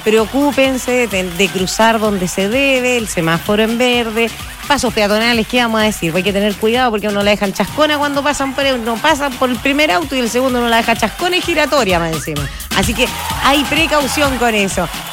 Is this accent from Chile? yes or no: yes; Chile; Nosotros como chilenos la vivimos en el 2010.